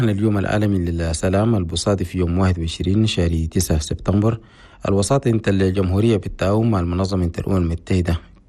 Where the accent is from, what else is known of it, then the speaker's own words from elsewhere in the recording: Chad; بلدنا تشاد